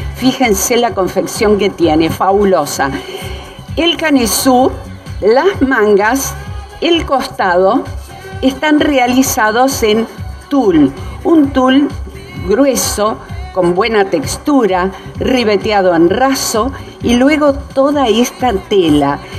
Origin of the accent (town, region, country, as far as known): Argentina